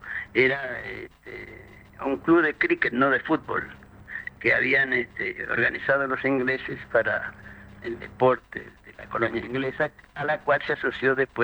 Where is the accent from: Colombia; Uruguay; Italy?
Uruguay; Montevideo; Yo nací en lo que hoy es Camigo, Avenida Casabal. Mismo, casi contiguo a la vieja cancha de Peñarol.